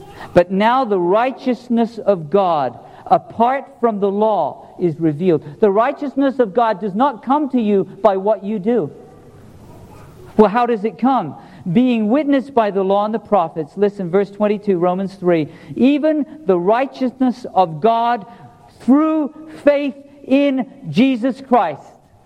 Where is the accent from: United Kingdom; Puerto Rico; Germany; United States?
United Kingdom; England; See, I grew up in England.